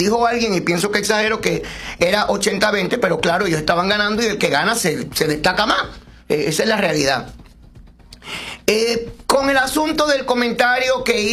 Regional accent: Dominican Republic; yo como dominicano

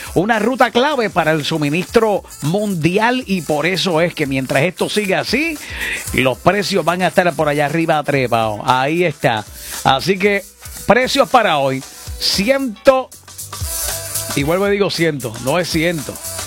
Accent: Puerto Rico; Como somos los boricuas, ¡chacho!

